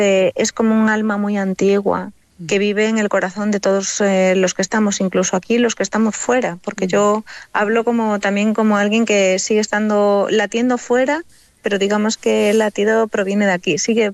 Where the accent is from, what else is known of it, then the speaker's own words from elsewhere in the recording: Galicia, Spain; porque digamos que mayor conexión tengo yo con mi tierra, que la tengo, y soy capaz de sentirla con más fuerza, tengo el poder para trasladarla al papel, ¿no? A darle forma con palabras y hacer que llegue a otras personas.